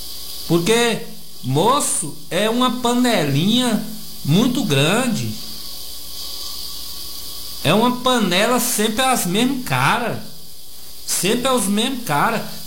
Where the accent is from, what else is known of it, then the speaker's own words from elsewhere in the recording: Brazil; Ó, eu sou brasileiro, mas é só aqui no Brasil que tem isso.